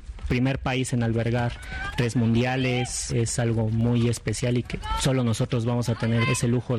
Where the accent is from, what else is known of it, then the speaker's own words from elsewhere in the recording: Mexico; El saber que iba a haber un mundial aquí en mi país me emocionó porque no viví el mundial de México 86